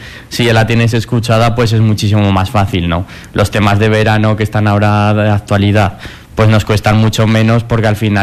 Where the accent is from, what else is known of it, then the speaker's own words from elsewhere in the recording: Aragon, Spain; como somos de Aragón